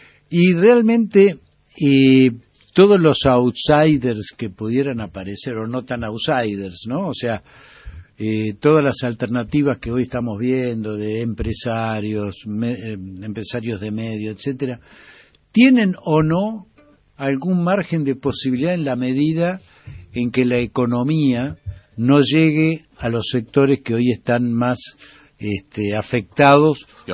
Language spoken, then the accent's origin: Spanish; San Miguel, Buenos Aires Province, Argentina; yo soy de San Miguel, nacido y criado en San Miguel